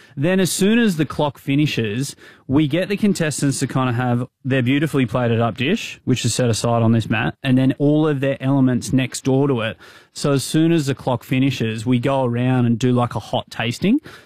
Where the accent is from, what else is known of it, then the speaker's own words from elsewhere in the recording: Maitland, New South Wales, Australia; I grew up in Maitland, a country town.